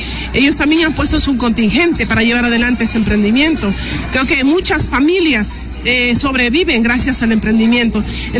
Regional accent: Morona Santiago, Ecuador; Somos de Monoa Santiago, tenemos una estadística alta en la cual pues la etnia shuar también es parte de nuestra vida cotidiana.

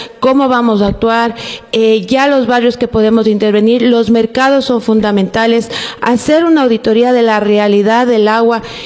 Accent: Ambato, Tungurahua, Ecuador; con todos quienes somos la gente de Ambato, quienes más nos necesitan, que son la gente del día a día

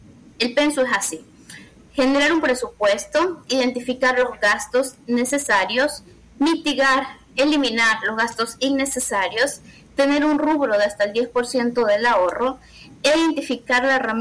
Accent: Guayaquil, Guayas, Ecuador; yo vengo de una familia de muy humilde. Yo crecí en Guayaquil, en la 25 y el Oro, en la escuelita 25 y el Oro, y vivía en la 21 y el Oro. Estamos en el Estero Salado.

